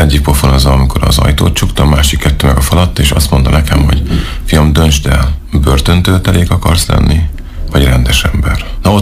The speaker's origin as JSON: {"language": "Hungarian", "town": "Szentes", "region": "Csongrád-Csanád", "country": "Hungary", "tie": "born or raised there", "moved": "as an adult", "lives_now": "Debrecen, Hungary", "said": "Kertesházban nőttem fel."}